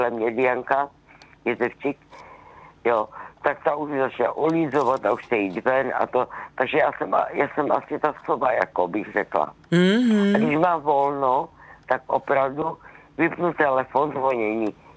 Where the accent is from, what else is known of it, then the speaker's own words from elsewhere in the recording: Poland; Czech is a second language; Já z práce přijím 10 hodin večer, protože jsem ho z Polska, to už víte.